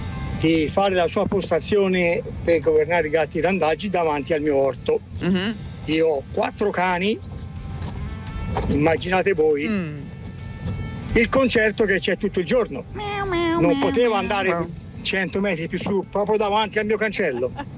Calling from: Livorno, Tuscany, Italy; da Livorno

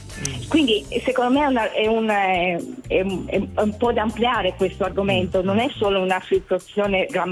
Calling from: Mondovì, Piedmont, Italy; Da Mondovì.

